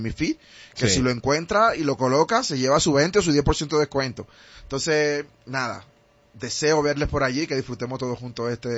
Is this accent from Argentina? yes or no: no; Colombia; Sí, no, yo soy más colombiano que mucho.